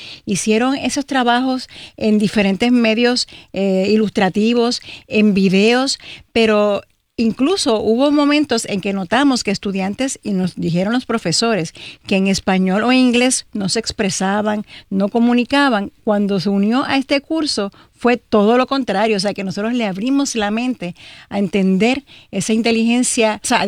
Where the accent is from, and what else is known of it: Puerto Rico